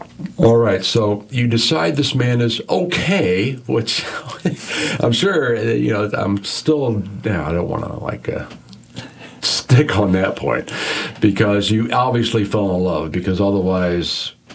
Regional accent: St. Louis, Missouri, United States; St. Louis, we're from St. Louis. We live on St. Augustine.

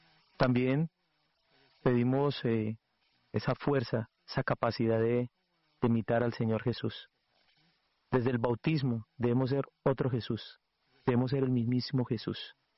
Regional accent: Puerto Boyacá, Boyacá, Colombia; Yo soy de Puerto Boyacá, Boyacá.

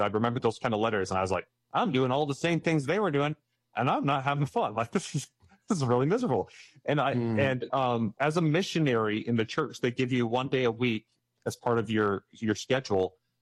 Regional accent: Idaho, United States; born or raised there

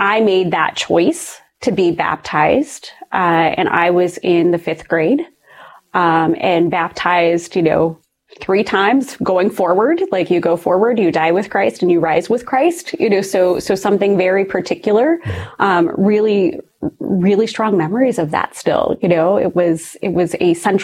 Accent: Ohio, United States; So I grew up in a very rural part of Ohio. And my family, we were church goers.

